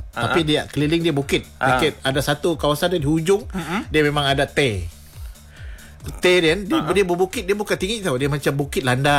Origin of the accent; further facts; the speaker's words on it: Banting, Selangor, Malaysia; Ya, saya orang Banting. Saya orang Banting dah lama.